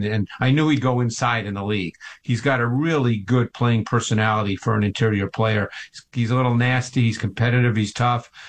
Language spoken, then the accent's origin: English; Queens, New York, United States; Yeah, well, I grew up in Queens in New York